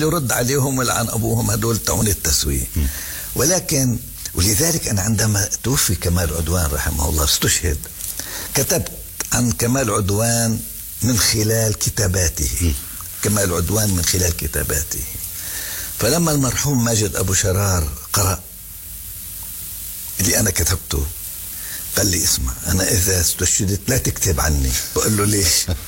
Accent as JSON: {"language": "Arabic", "country": "Palestine", "said": "أنه إحنا كثورة فلسطينية نظل نبقى متمسكين بحقوقنا الثابتة"}